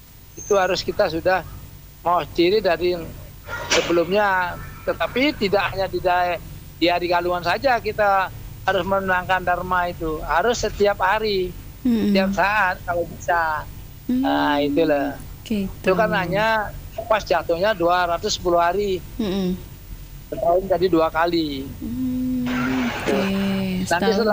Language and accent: Indonesian; Bali, Indonesia; born there; moved away; di kampung saya di Bali.